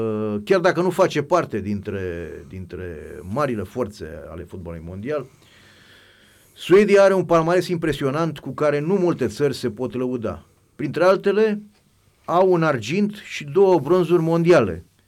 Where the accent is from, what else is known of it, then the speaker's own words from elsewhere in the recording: Romania; Noi suntem români, da, așa este.